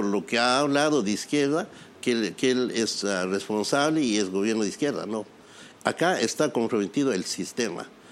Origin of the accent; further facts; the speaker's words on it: Peru; Y no podemos maltratarnos como peruanos.